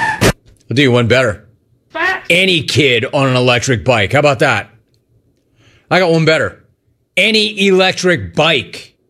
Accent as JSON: {"language": "English", "region": "California", "country": "United States", "said": "And yes, I am from NoCal. Bro, you know there's a difference."}